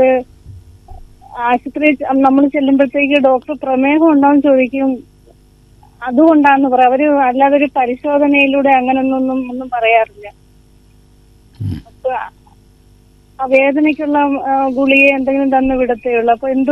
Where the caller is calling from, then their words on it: Arkannur, Kerala, India; കൊല്ലം ജില്ല അർക്കന്നൂർ.